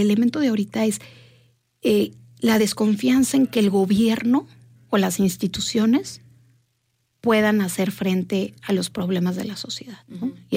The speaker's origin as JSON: {"language": "Spanish", "country": "Mexico"}